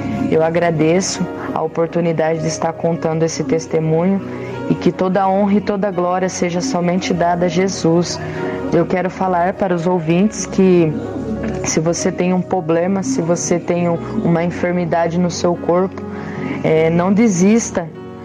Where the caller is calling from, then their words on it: Lençóis Paulista, São Paulo, Brazil; eu sou aqui de Lençóis Paulista